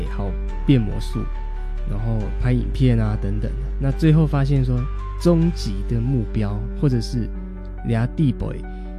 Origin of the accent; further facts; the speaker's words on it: Miaoli County, Taiwan; accent: Miaoli Hailu Hakka; 我的海陆腔是苗栗海陆腔，所以他就没有新竹桃园比较教育部规定的那种舌叶音或者是一些用词。